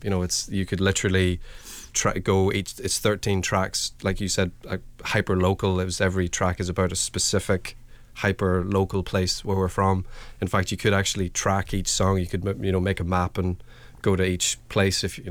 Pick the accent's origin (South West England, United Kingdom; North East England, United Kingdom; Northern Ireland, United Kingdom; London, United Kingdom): Northern Ireland, United Kingdom; Warrenpoint; also born or lived in Newry; We're from Warren Point / Newry.